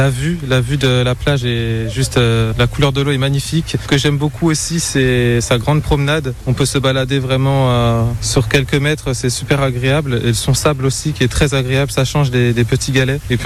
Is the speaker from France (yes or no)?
yes; Grand Est, France; now in Villefranche, France; Je suis originaire des Ardennes, mais ça fait 2 ans que je suis à Villefranche.